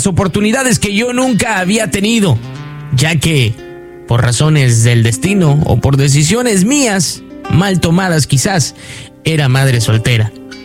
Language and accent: Spanish; Santa Ana, El Salvador; esta es mi historia. Nací en Santa Ana, El Salvador. Crecí ayudando a mi madre a vender frutas en el mercado.